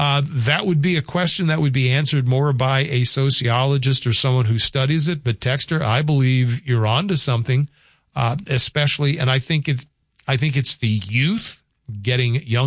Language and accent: English; New Orleans, Louisiana, United States; Because growing up in the South, where the hot weather hits New Orleans end of February, beginning of March, it's already summer.